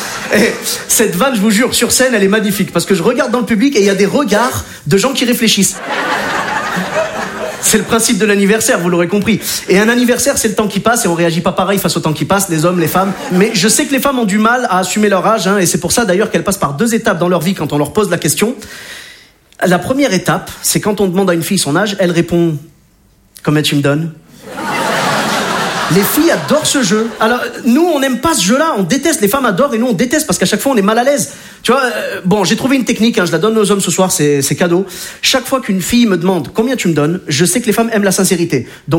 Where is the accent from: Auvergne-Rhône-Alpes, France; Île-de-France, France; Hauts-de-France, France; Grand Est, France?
Auvergne-Rhône-Alpes, France; Clermont-Ferrand; je suis originaire de Clermont-Ferrand. Alors, Clermont-Ferrand, pour ceux qui ne connaissent pas, c'est un peu le pays des pneus et du fromage.